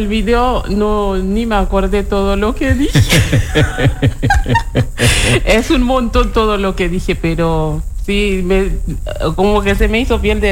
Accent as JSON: {"language": "Spanish", "country": "Haiti", "first_language": "Haitian Creole", "second_language": "Spanish", "moved": "as an adult", "lives_now": "Resistencia, Argentina", "said": "Allá en Haití hablamos criollo, que es nuestro idioma nativo, y francés es el idioma"}